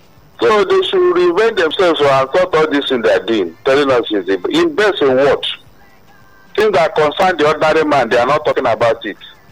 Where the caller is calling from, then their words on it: Lagos, Nigeria; People just extort money as a means of livelihood in Lagos here.